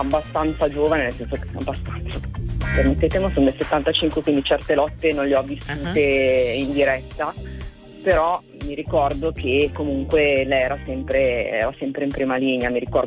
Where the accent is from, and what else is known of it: Milan, Lombardy, Italy